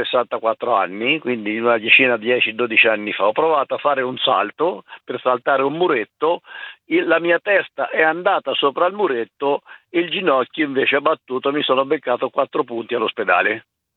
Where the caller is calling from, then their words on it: Castiglione del Lago, Umbria, Italy; io sono di Castiglione del Lago.